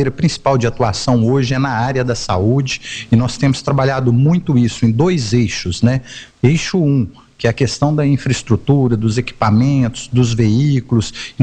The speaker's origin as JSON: {"language": "Portuguese", "town": "Iturama", "region": "Minas Gerais", "country": "Brazil", "tie": "born or raised there", "also_born_or_lived": "Itapagipe", "moved": "yes", "said": "eu fui criado, né, em Iturama, então morei também aqui em Itapajipe na minha infância, e a gente tem uma ligação muito grande, né, com toda a região"}